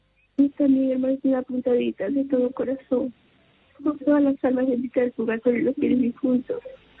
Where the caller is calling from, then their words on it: Tambo de Mora, Ica, Peru; llamo de Chincha Tambo de Moro